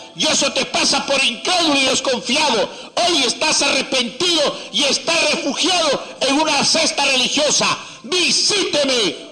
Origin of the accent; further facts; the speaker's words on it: Piura, Peru; tengo 32 años, soy natural de Piura.